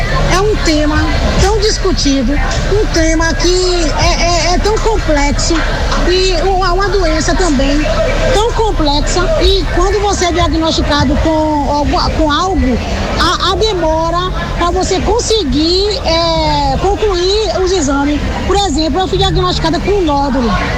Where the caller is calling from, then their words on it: Jequié, Bahia, Brazil; Eu saí de Jequié e fui fazer uma punção mamária lá na Policlínica de Salvador